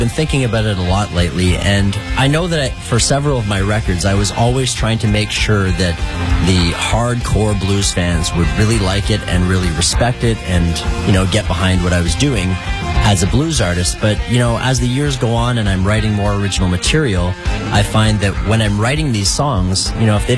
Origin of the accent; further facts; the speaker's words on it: Canada; now in Nashville, United States; And being a Canadian living in Nashville, it was just a great combination because I wanted to go back down to Nashville again to record this record.